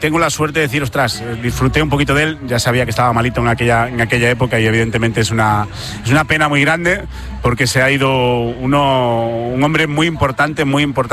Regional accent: Galicia, Spain; Estoy enamorado de mi tierra, de Galicia.

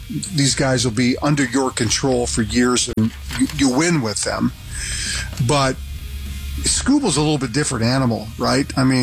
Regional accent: Iowa, United States; Well, I mean, I grew up in Iowa, so I didn't play hockey, nor did I watch it.

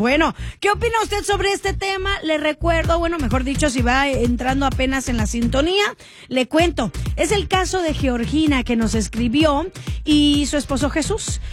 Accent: Sinaloa, Mexico; Soy sinaloense, de repente es que sí se llegan a confundir los acentos

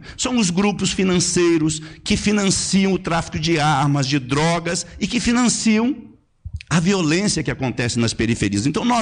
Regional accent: Cariacica, Espírito Santo, Brazil; Eu sou de Cariacica, conheço bem a realidade do Espírito Santo

